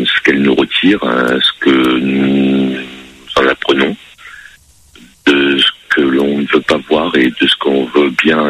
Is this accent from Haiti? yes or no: no; France; Non, absolument pas. Je suis français. Alors certainement d'origine peut-être autre. Je ne sais pas.